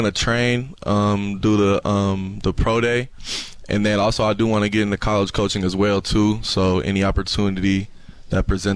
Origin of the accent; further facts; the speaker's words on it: Milan, Michigan, United States; I'm from Milan, Michigan, right by Ypsilanti. But so I say Ypsilanti, but I went to Milan High School.